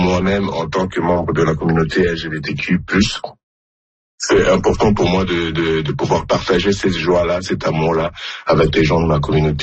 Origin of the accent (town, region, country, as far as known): DR Congo; born or raised there; now in Montréal, Canada